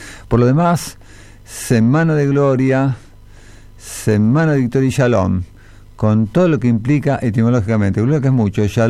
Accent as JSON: {"language": "Spanish", "country": "Argentina", "said": "hicimos las cosas muy mal como argentinos."}